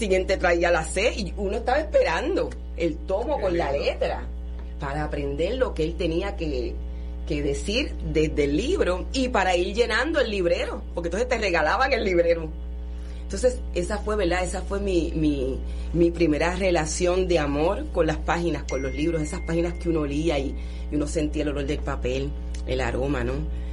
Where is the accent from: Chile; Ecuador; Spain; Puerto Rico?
Puerto Rico; Guaynabo; also born or lived in Cataño; como yo soy de Amelia, en ese barrio era que vivían mis abuelos.